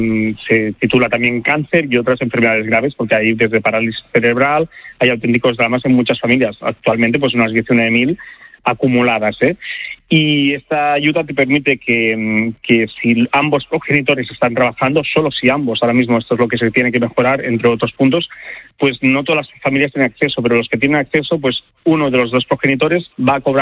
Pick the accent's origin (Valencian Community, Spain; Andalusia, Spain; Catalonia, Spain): Catalonia, Spain; now in Barcelona, Spain; Pues otra vez viviendo en Barcelona, nosotros somos de La Garrocha, de la comarca allí a lo alto de Cataluña